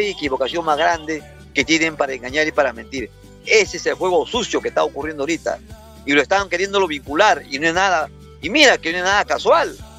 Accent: Nuevo Chimbote, Ancash, Peru; le digo a mi pueblo de Nuevo Chimbote y a Chimbote

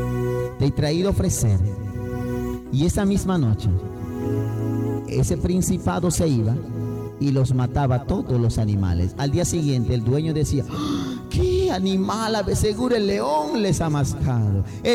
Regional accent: Tocache, San Martín, Peru; Como somos nosotros de Tocache

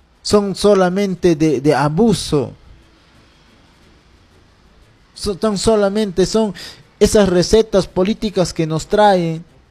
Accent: Peru; nosotros como peruanos

